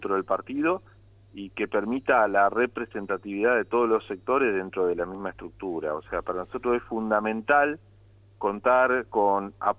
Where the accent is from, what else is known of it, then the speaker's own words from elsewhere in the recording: Santa Fe, Argentina; legalizar nuestra legitimidad como santafesinos.